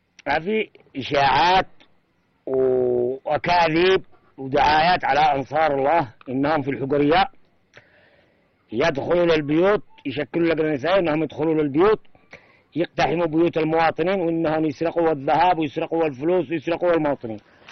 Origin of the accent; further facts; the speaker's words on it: Yemen; نحن أخوة ونحن مسلمين، كلنا نحن يمنيين.